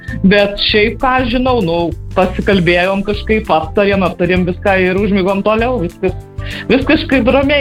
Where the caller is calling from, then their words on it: Alytus, Alytus County, Lithuania; ne iš Jurbarko, ne iš Kauno, iš Alytaus.